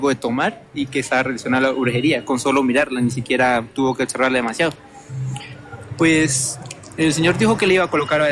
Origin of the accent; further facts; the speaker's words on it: Valle del Cauca, Colombia; now in Calera, Colombia; Me comunico desde Calera, Cundinamarca, pero soy del Cauca, bueno, Valle del Cauca.